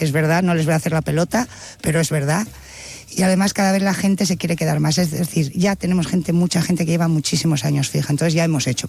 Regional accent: Oviedo, Asturias, Spain; Yo soy asturiana.

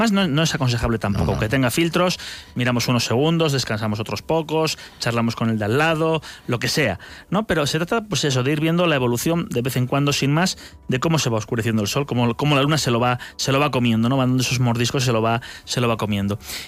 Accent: Losada, Castile and León, Spain; Yo ayer que iba a mi pueblo, a Losada, que estamos en fiestas

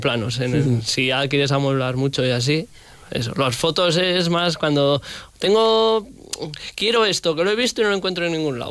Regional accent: Tricio, La Rioja, Spain; Somos de Tricio, además de todas las generaciones, vivimos allá en Tricio y eso

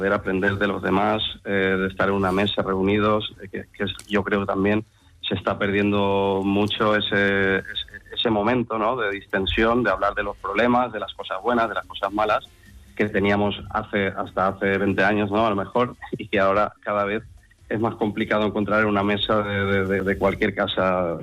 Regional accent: Valencia, Valencian Community, Spain

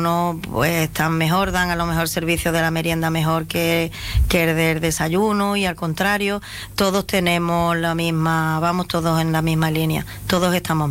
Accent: Ceuta, Spain; born there; yo soy nacida aquí en Ceuta, de padres ceutíes también, todos mis hermanos, toda la familia. Y nosotros aquí, quiera o no, al vivir junto a la frontera

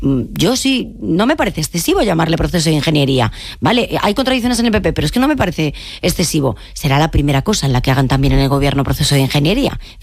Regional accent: Galicia, Spain; por qué yo como gallega no puedo votar en unas elecciones municipales y autonómicas en Galicia

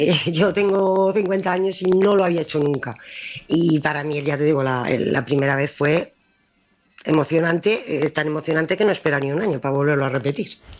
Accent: Alicante, Valencian Community, Spain; Pues hemos salido desde Alicante, dos familias, una de Murcia y nosotros que somos de Alicante.

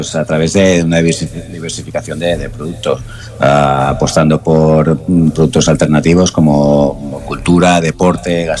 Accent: Estellencs, Balearic Islands, Spain; Yo vengo también de la Sierra Tramuntana, un pueblecito más al sur que de donde estáis, Estellencs

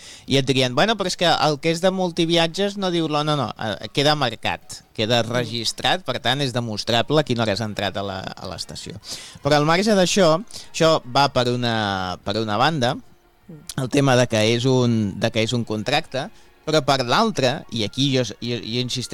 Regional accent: Madeira, Portugal; now in Spain; Sí, mira, jo vinc de Madeira, que és una illa, i està foradada per tot arreu per construir túnels.

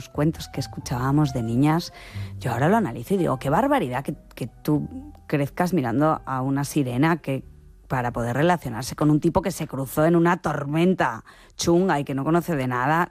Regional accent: Spain; Mi pueblo estaba entre medio de Zaragoza y Madrid, y entonces había mucho tráfico los domingos de la gente que iba a ver, bueno, pues que volvía de Madrid o que iba hacia Madrid, y entonces es una zona donde se cultivaban cerezas

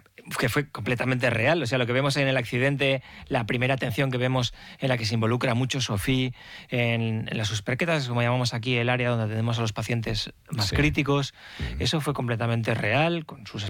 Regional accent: Alcanadre, La Rioja, Spain; moved away as an adult; now in San Sebastián, Spain; Soy de Alcanadre, un pueblecito pequeño en la ribera del Ebro.

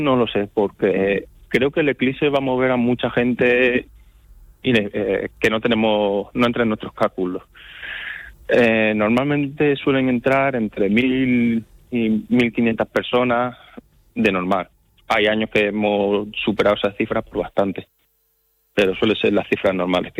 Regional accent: Yecla, Region of Murcia, Spain; nosotros somos de Yecla, entonces estamos a 200 kilómetros.

